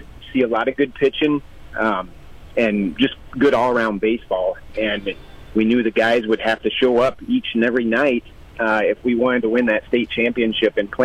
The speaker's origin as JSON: {"language": "English", "region": "Iowa", "country": "United States", "said": "I'm from Iowa, so I'm used to playing summer high school baseball."}